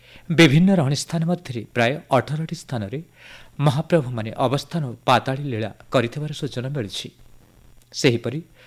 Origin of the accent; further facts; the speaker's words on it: Odisha, India; ଆମେ ଓଡ଼ିଆ, ଆମ ପ୍ରାଣର ଠାକୁର ମହାପ୍ରଭୁ ଜଗନ୍ନାଥ